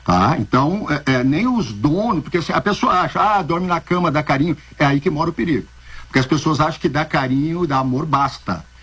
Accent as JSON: {"language": "Portuguese", "town": "Porto Alegre", "region": "Rio Grande do Sul", "country": "Brazil", "said": "Eu sou de Porto Alegre"}